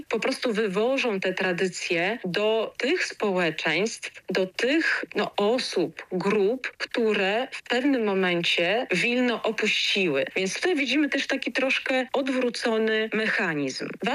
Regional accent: Vilnius County, Lithuania; my też nie przyjechaliśmy z Polski, tylko od pokoleń tutaj mieszkamy.

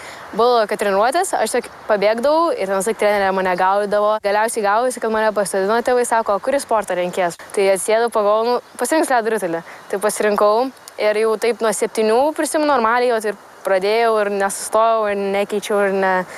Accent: England, United Kingdom; now in Sweden; Užaugau jau Anglijoje, tai užaugau tenais

